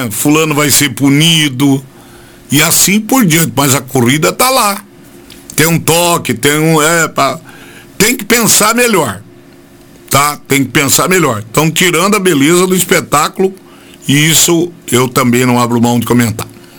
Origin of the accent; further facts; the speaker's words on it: Brazil